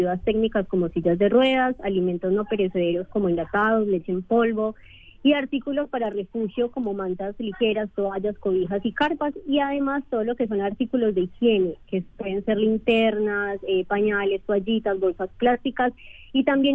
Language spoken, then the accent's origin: Spanish; Colombia; now in Uruguay